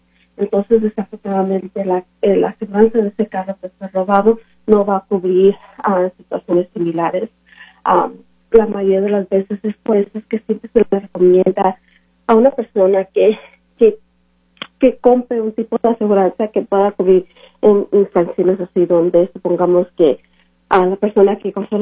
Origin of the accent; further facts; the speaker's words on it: United States; born there; Ah, yo nací de aquí, pero mis papás son mexicanos.